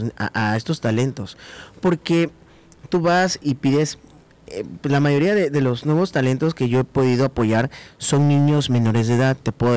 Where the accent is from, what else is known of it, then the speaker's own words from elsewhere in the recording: Tabasco, Mexico; Tabasco es hermoso y amo a Tabasco, me encanta Tabasco, soy de Tabasco, me encanta el pozol, la oreja de mico, la tortilla, al mojo de ajo, me encanta todo, yo soy choco.